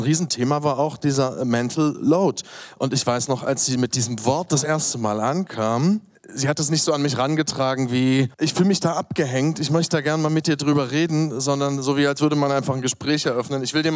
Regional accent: Dresden, Saxony, Germany; born there; moved away; also born or lived in Berlin; ich komme aus Dresden gebürtig und wir haben in Berlin gelebt

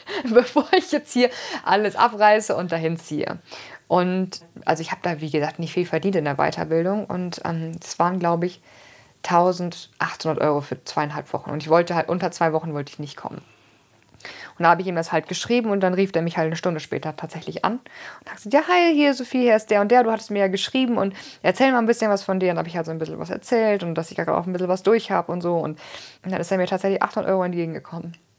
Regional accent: Osnabrück, Lower Saxony, Germany; moved away as an adult; now in Allgäu, Germany; ich komme aus Osnabrück, liebäugel aber schon mit Bayern und den Bergen und dass ich da auf Dauer hinziehe.

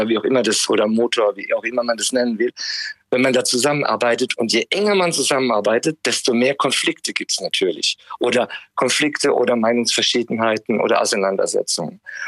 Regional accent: Germany; moved away as an adult; now in Paris, France; Und ich bin auch in Deutschland zu Hause, also ich meine aus meiner Geburtsstadt und so weiter.

